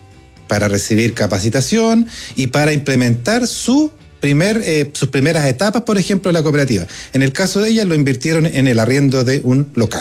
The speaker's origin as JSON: {"language": "Spanish", "town": "Valdivia", "region": "Los Ríos", "country": "Chile", "said": "Yo soy del sur, yo soy de Valdivia."}